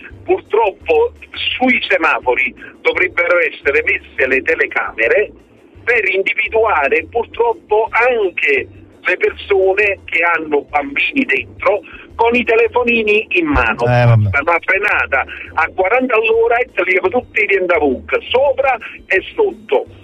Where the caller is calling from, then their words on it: Naples, Campania, Italy; io sono napoletano.